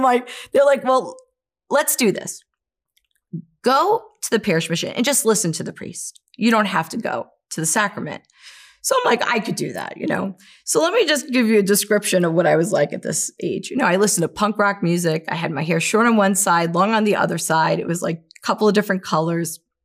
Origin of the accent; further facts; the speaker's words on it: New York, United States; You know, I'm from New York. We don't hug each other, you know, unless you know each other.